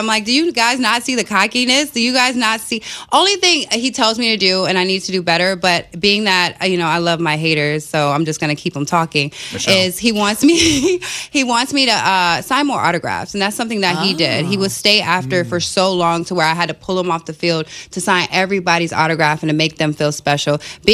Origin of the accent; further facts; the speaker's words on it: Vero Beach, Florida, United States; because I'm from Vero Beach, Florida, and it's where the Dodgers used to spring train at. So I was a little Dodger growing up.